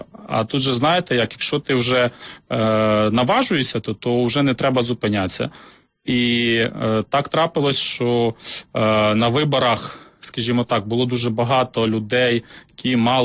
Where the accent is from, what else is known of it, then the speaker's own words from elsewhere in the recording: Mykolaiv Oblast, Ukraine; also born or lived in Hlukhiv, Sumy Oblast; Потім батьки мої переїхали на Миколаївщину, в село, де вся батькова родина, де мій батько народився. Там народилися мої брат і сестра. Але це північна частина Миколаївщини.